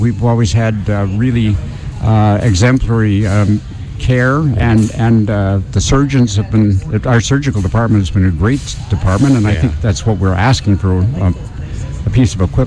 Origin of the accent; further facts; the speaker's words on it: Ancaster, Ontario, Canada; moved away as an adult; also born or lived in Toronto / London, Ontario; now in Goderich, Canada; I grew up in Ancaster, which was a pretty small area at that time.